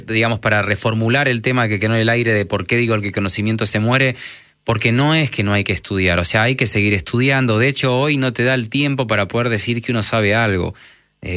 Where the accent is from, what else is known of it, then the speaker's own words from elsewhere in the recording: Argentina; accent: Argentine; pero sí afuera se dan cuenta que soy argentino porque tengo algo de acento, ¿no? Pero no es muy marcado.